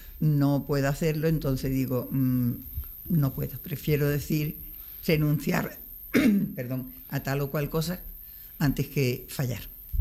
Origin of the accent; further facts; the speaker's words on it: San Fernando, Andalusia, Spain; Y yo me pasaba la infancia entre la huerta y la salina, más la salina que la huerta.